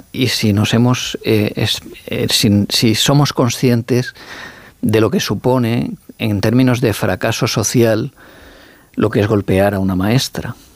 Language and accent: Spanish; Alicante, Valencian Community, Spain; Y soy alicantino, o sea, valenciano.